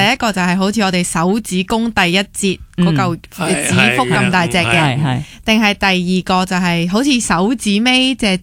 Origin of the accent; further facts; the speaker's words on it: Hong Kong; 我哋香港人